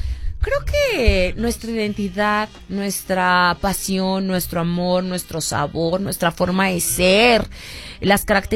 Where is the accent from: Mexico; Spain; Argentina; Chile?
Mexico